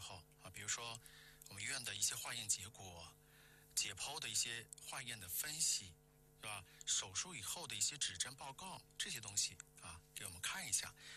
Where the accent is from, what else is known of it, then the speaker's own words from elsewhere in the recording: Wuhan, Hubei, China; 梗，有的梗着，我们武汉人说梗到了